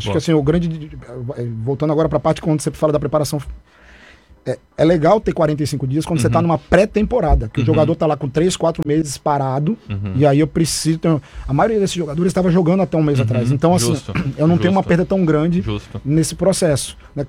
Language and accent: Portuguese; Recife, Pernambuco, Brazil; eu sou de Recife